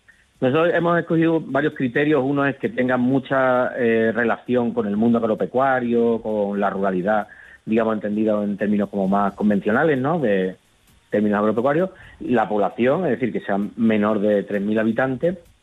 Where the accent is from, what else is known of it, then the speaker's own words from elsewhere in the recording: Higuera de la Sierra, Andalusia, Spain; Después yo soy de la Sierra de Huelva, de Higuera de la Sierra, soy antropólogo